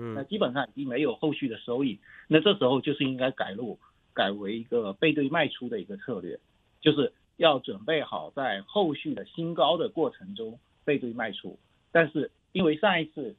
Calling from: Fuzhou, Fujian, China

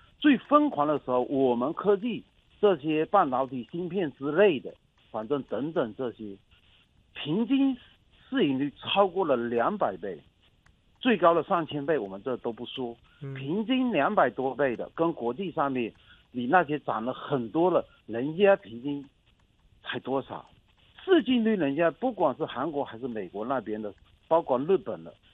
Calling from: Shanghai, China

